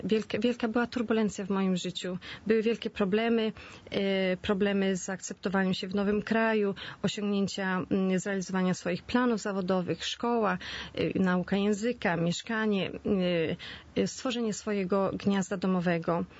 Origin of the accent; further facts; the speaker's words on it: Świnoujście, West Pomeranian Voivodeship, Poland; moved away; Ze Świnoujścia. Wyjechałam ze Świnoujścia i byłam praktykującą katoliczką